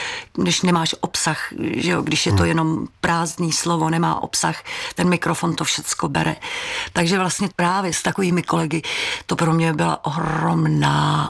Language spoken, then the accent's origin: Czech; Karlovy Vary, Karlovy Vary Region, Czechia; moved away as an adult; Já jsem přišla z Karlových Varů do Prahy na kolej, tak jsem si najednou musela zvykat na úplně jiný styl života